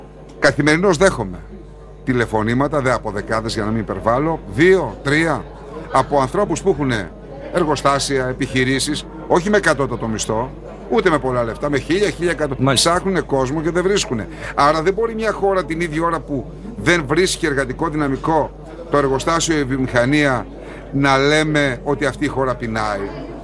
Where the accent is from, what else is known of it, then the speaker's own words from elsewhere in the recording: Central Macedonia, Greece; now in Oreokastro, Greece; 4 χιλιόμετρα τα Γιαννιτσά είναι το χωριό μου. Δίπλα έχει.